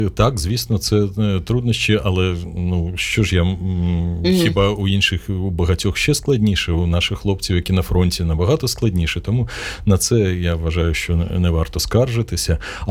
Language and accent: Ukrainian; Kyiv, Ukraine; Ні, Київ – це моє рідне місто, улюблене місто. І, звісно, що я щасливий, що народився і живу в Києві. Хоча я подорожував багато, але завжди повертався до Києва і щасливий цим.